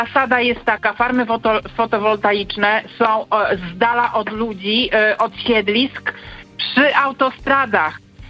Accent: Warmian-Masurian Voivodeship, Poland; Wie pan co, ja pochodzę z Warmii i Mazur i wydaje mi się, że u nas te firmy, słupy jak grzyby po deszczu wyrastają

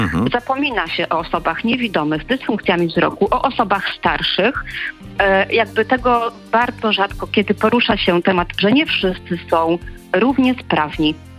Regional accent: Gdynia, Pomeranian Voivodeship, Poland; Jestem z Gdyni. Była to moja wielka życiowa zmora, dziki na moim osiedlu.

